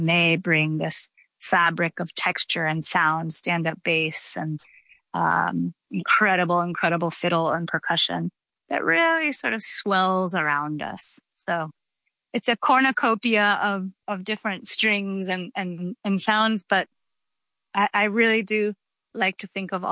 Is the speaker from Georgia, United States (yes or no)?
yes; Georgia, United States; We grew up in Georgia, and our family, and our godparents, our neighbors, our community are all very deeply connected to the folk music traditions of Georgia